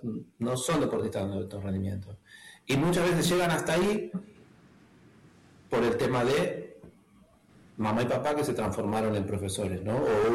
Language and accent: Spanish; Argentina; born there; No me hubiera dicho hincha del equipo que me hice de pequeño en Argentina.